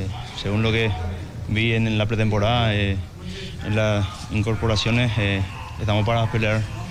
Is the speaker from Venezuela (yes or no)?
no; Gral. Francisco Caballero Álvarez, Canindeyú, Paraguay; now in Asunción, Paraguay; cuando yo salí de mi ciudad natal de Gatimí